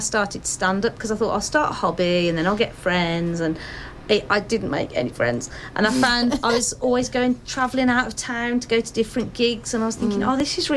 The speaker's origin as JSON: {"language": "English", "region": "Midlands", "country": "United Kingdom", "moved": "yes", "lives_now": "Cambridgeshire, United Kingdom", "said": "When I first moved to Cambridgeshire, I did find it really hard to make friends. And I'm from the Midlands, where people are very chatty and warm and friendly"}